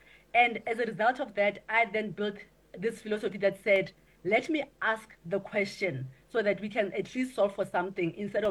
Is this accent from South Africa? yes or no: yes; Zeerust, North West, South Africa; you move from high school from a rural area. I'm from Zeerust in the Northwest.